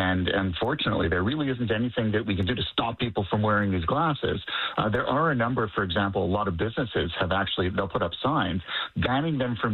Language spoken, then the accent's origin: English; Canada; we're Canadian